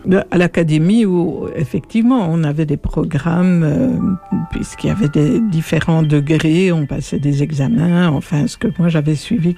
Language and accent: French; Belgium; Je suis belge, mais je suis d'origine suisse et arménienne … ma mère était suisse.